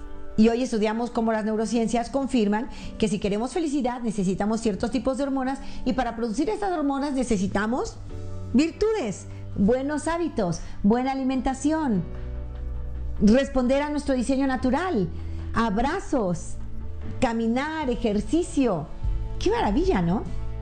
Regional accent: La Paz, Baja California Sur, Mexico; born there; Hace poquito estuve en un lugar de playa muy bonito, La Paz, Baja California, donde yo nací. Saludo a todos los paseños.

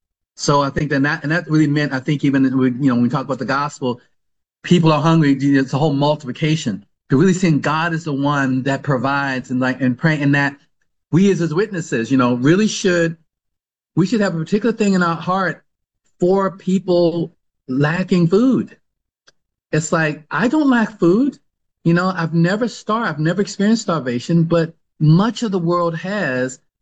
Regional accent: United States; especially, you know, growing up in the West, growing up in the United States

